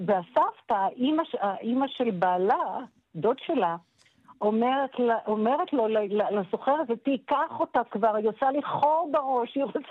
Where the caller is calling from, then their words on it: Jerusalem, Jerusalem District, Israel; אני מדברת איתך מירושלים.